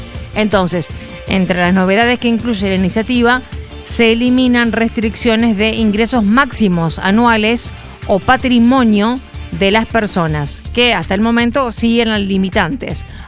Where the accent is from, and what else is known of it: Argentina